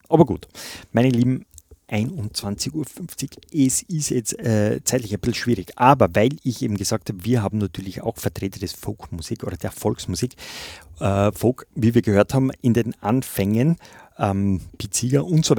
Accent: Austria

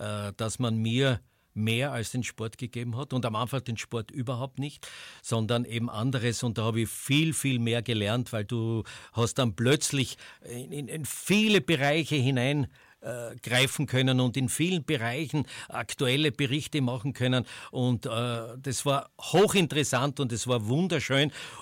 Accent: Styria, Austria; accent: Styrian

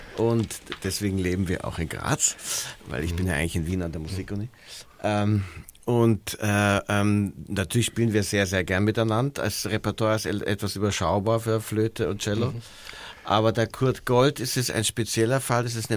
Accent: Bavaria, Germany; also ich bin groß geworden in der Gegend von München.

